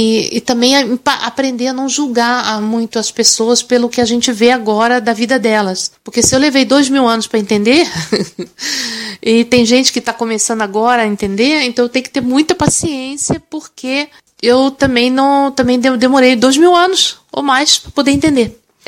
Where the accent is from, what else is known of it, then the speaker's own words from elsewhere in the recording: Brazil; now in Italy; Para nós que somos brasileiros